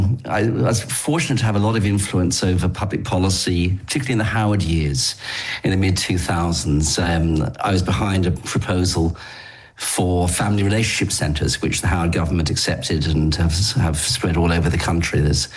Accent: England, United Kingdom; moved away as an adult; now in Australia; the first thing I should say as soon as I open my mouth is I'm English by origin. And I'm very bad at languages, so I haven't really picked up any other accent. But I came out to Australia when I was 27 in 1986

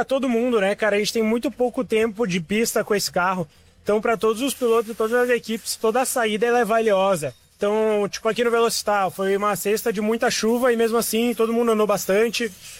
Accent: Santa Cruz do Sul, Rio Grande do Sul, Brazil; Eu nasci em Santa Cruz e cresci lá

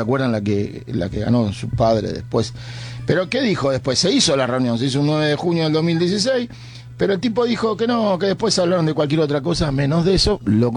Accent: Argentina; quizás porque nosotros somos todos argentinos y estamos acá

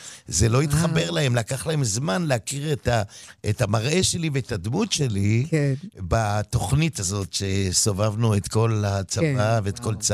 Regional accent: Tel Aviv, Tel Aviv District, Israel; אני גדלתי לברכי הבוהמה התל אביבית, אני גדלתי בקסית, אני ישבתי על הברכיים של אלתרמן ושלונסקי וחפר

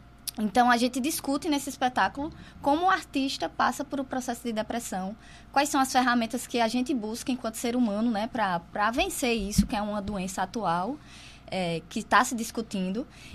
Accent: Brazil; a gente é brasileiro

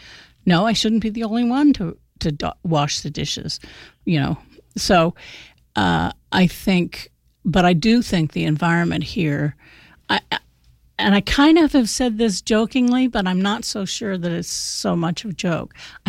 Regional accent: Albuquerque, New Mexico, United States; growing up in the Southwest, in Albuquerque, New Mexico, and things were just different.

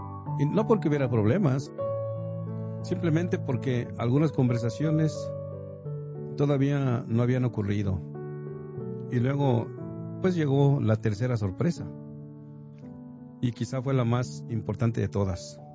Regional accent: Guanajuato, Mexico; nosotros los dos somos mexicanos, sí, pero venimos de diferentes estados. Por ejemplo, mi esposa Conchita es de Zacatecas, yo soy de Guanajuato.

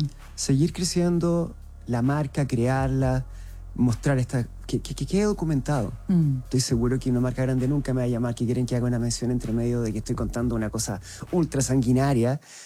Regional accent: Curicó, Maule, Chile; donde contaba cuando me hacían bullying en el colegio cuando era chico en Curicó

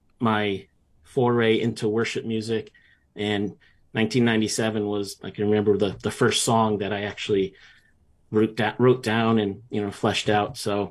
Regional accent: North Branford, Connecticut, United States; Yeah, I grew up in North Branford, which is in New Haven County on the shoreline in Connecticut. We spent a lot of time in New England.

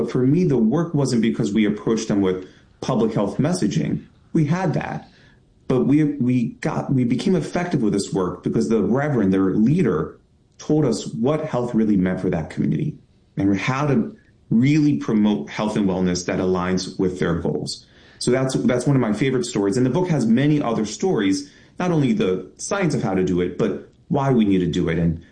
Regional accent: Baltimore, Maryland, United States; I'm a son of Baltimore, born and raised, and growing up in Greektown, Highland Town, we had a Hopkins Hospital in our backyard.

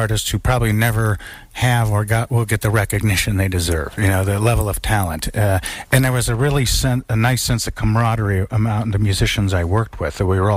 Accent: North Canton, Ohio, United States; So then, you know, I decided to come back to Ohio. I was, you know, born and raised in Northeast Ohio in North Canton.

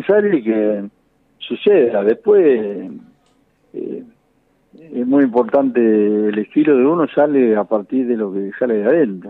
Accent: Villa Diamante, Buenos Aires Province, Argentina; also born or lived in Monterande; porque yo, como le decía, nací en Monterande, me crié en Villa Diamante

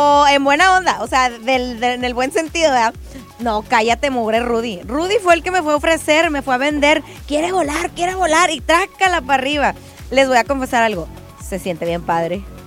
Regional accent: Mexico; me encanta este feeling que todos como mexicanos estamos agarrando

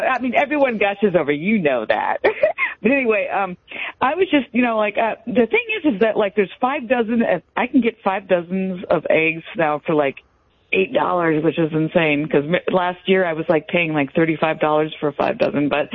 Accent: Marysville, Washington, United States; I'm from Marysville, Washington.

